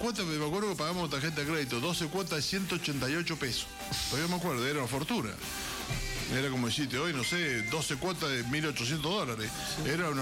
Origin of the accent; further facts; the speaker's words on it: Mendoza, Argentina; Le expliqué la situación y digo, mirá, soy periodista de Mendoza, acá tengo los vuelos, tengo los pasajes, yo no sabía que el pasaporte demoraba tanto, vengo de Mendoza, sí.